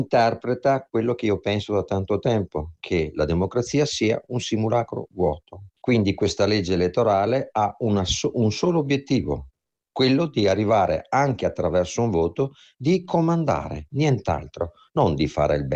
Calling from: Verona, Veneto, Italy; da Verona.

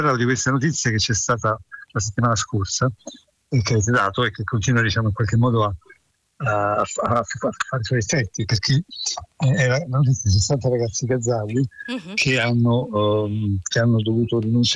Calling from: Rome, Lazio, Italy; sono da Roma.

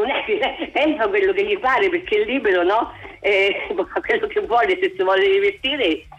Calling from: Macerata, Marche, Italy; Io sono di Macerata.

